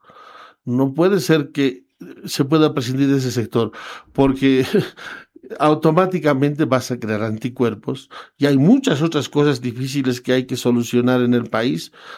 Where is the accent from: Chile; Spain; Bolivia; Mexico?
Bolivia; yo soy boliviano